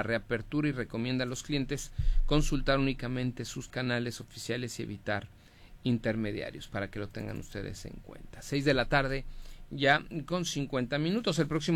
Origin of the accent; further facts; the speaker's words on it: Mexico; soy mexicano